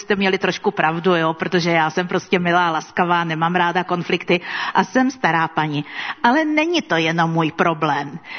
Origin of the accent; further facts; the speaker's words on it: Prague, Czechia; Jednou jsem jela metrem, což není zase tak zvláštní věc, protože já jsem z Prahy.